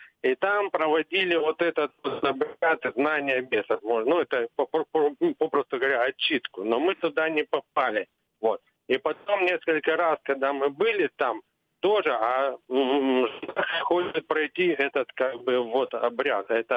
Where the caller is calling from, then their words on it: Krasnodar, Krasnodar Krai, Russia; я из Краснодара.